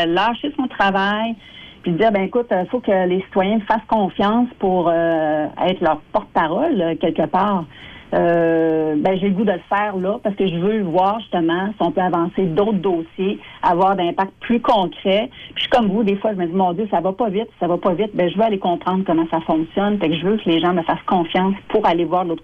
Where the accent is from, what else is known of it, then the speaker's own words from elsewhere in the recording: Quebec City, Quebec, Canada; moved away as an adult; also born or lived in Chicoutimi / Lévis; Ben, je viens de Charlebourg. Le monde ne le savent pas. J'ai grandi là, j'ai fait mon école primaire, secondaire, j'ai fait les 400 coups à Charlebourg, blague à part, mais je viens de là.